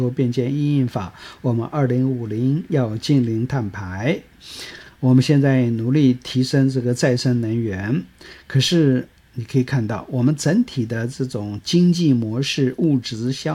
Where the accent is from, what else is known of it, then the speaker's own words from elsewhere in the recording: Taiwan; 我们台湾人现在的生活方式